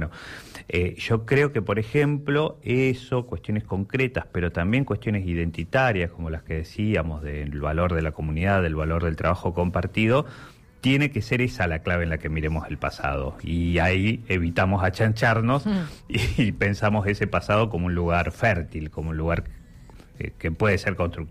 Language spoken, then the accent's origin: Spanish; Patagonia, Argentina; somos patagónicos, nos gusta esta tierra.